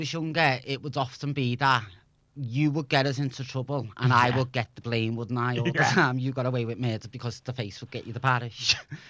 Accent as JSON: {"language": "English", "town": "Liverpool", "region": "North West England", "country": "United Kingdom", "tie": "born or raised there", "accent": "Scouse", "said": "growing up on the Aldonian village."}